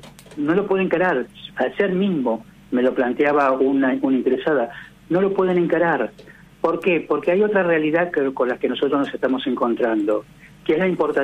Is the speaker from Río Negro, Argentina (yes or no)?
yes; General Roca, Río Negro, Argentina; Yo vengo de la provincia de Río Negro, he tratado con absolutamente todos los colores políticos porque yo llevé adelante un proyecto de ordenanza en la ciudad de General Roca, de donde soy oriundo